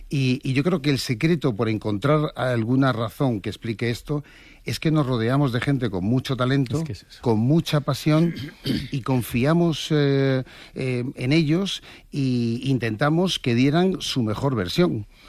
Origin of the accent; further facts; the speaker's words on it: Seville, Andalusia, Spain; moved away as an adult; now in Madrid, Spain; Trabajo como becario en Madrid cuando vine de Sevilla